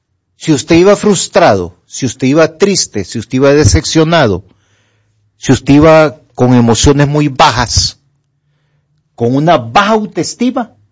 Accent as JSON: {"language": "Spanish", "country": "Honduras", "said": "yo no me fui de aquí, me dieron oportunidad de irme, pero yo no me quise ir por el amor a mi familia. ¿Y por qué me siento bien estar en mi país?"}